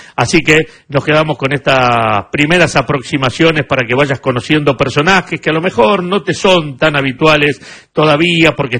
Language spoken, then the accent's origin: Spanish; Argentina; yo como argentino